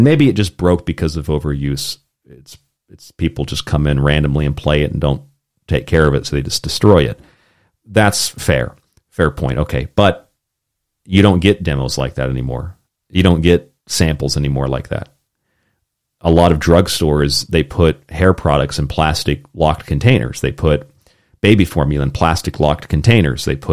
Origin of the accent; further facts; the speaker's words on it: United States; now in Japan; to me as an American